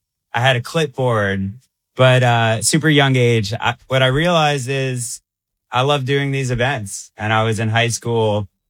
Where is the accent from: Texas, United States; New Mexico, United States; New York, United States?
New York, United States; Huntington; Yes, I grew up outside New York, small town called Huntington, halfway to the Hamptons from New York City.